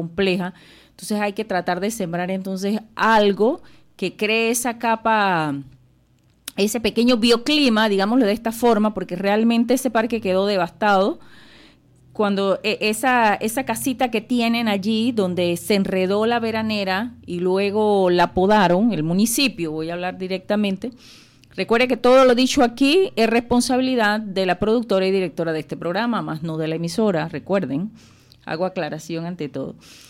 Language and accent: Spanish; Macaracas, Los Santos, Panama; Y digo macaraqueños porque también me incluyo. Yo nací aquí en Macaracas, para que sepan, sí. Nací aquí en el hospital, pero en el viejo, como dicen. Y mi madre de Llano de Piedras, de Macaracas. Mi padre sí es chitreano